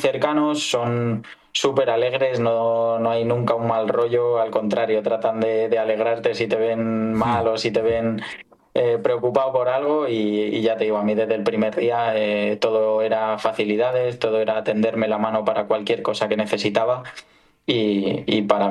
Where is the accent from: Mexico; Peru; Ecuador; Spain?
Spain